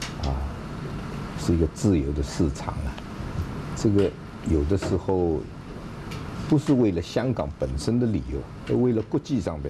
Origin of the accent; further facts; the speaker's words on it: China; 当然这个我是中国人，我希望这个我们国家将来更好